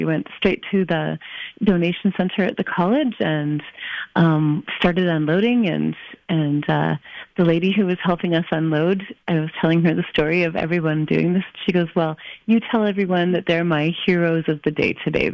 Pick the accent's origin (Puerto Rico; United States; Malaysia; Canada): Canada; Summerland, British Columbia; growing up in Garnet Valley on property that my great-grandfather had settled back in the late 1800s